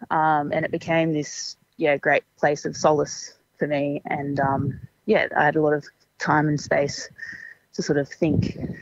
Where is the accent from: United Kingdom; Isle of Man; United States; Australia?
Australia; Griffith, New South Wales; but I grew up in Griffith, so yeah, very excited to be taking the band back home.